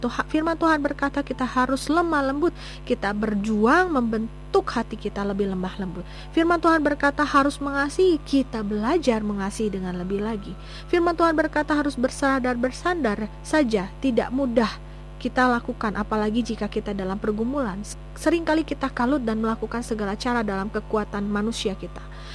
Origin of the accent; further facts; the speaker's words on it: Garut, West Java, Indonesia; karena saya kuliah di Bandung dan kota asal saya Garut.